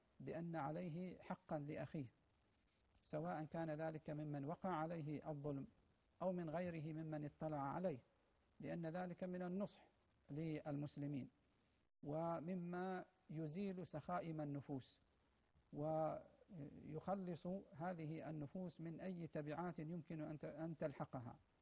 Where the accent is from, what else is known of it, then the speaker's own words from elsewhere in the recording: Oman; بلادنا عمان